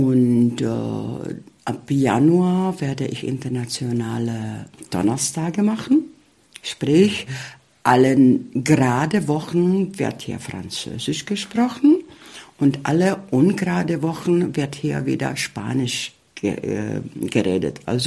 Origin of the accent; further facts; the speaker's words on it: Liberec Region, Czechia; German is a second language; also born or lived in Spain; now in Görlitz, Germany; Also ich fange damit an, ich komme zwar aus Tschechien, aber sozusagen ich bin eine Oberlausitzerin, weil ich wirklich, ich bin, weil ich an der Quelle von Mandau geboren zur Welt gekommen bin.